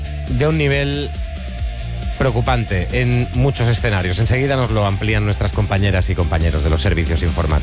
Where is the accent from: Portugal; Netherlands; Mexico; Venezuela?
Portugal; Spanish is a second language